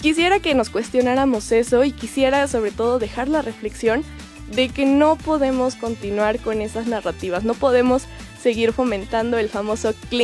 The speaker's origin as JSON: {"language": "Spanish", "country": "Mexico", "said": "como buenas mexicanas, y no solo mexicanas, sino latinoamericanas"}